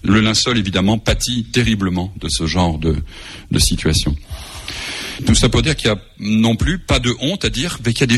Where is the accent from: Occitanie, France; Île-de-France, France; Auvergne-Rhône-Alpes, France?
Auvergne-Rhône-Alpes, France; Lyon